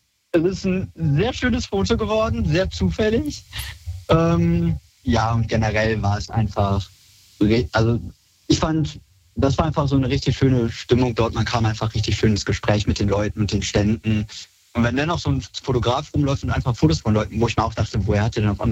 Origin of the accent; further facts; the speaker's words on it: Solingen, North Rhine-Westphalia, Germany; Hier in meiner Heimatstadt, Solingen, da ist der CSD so ein bisschen gewachsen